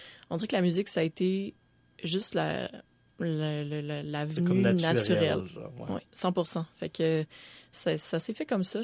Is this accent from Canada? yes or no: yes; Saint-Jérôme, Quebec, Canada; Surtout pas dans mon patelin de région de Saint-Jérôme. Il n'y avait pas grand choral.